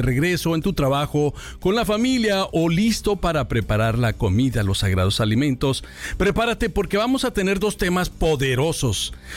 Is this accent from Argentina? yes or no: no; Mexico; moved away; Soy guía financiero, soy mexicano inmigrante que llegué con una tremenda maleta de sueños como todos ustedes